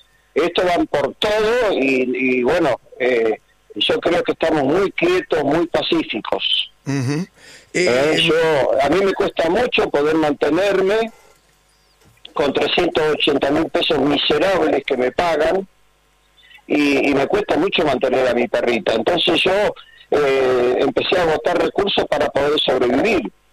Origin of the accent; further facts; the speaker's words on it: Mar del Plata, Buenos Aires Province, Argentina; Pues nací, me crié en Mar del Plata, soy nativo de la Argentina.